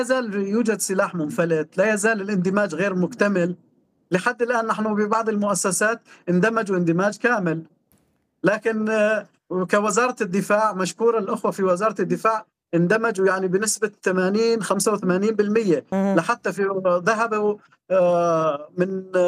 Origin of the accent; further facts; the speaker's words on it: Syria; في النهاية نحن سوريين، وقلت لك في لحظة المشكلة نحن في كوباني، يعني في عين العرب،